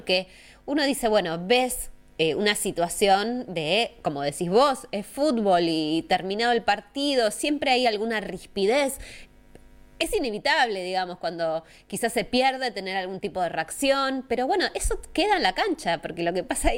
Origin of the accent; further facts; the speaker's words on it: Argentina; Somos todo eso los argentinos